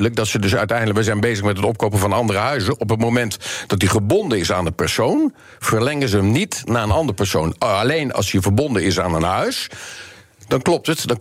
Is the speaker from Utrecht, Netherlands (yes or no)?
yes; Utrecht, Netherlands; Ik kom zelf uit Utrecht. Gelukkig staat mijn Utrechtse huis er nog steeds.